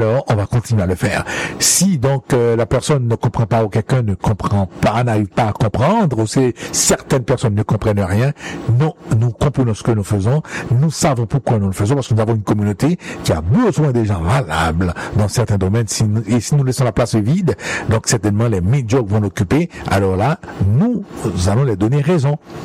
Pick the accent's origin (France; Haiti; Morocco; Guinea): Haiti; Nous sommes des professionnels, surtout moi, je viens donc d'Haïti, c'est ce que je faisais pour gagner ma vie.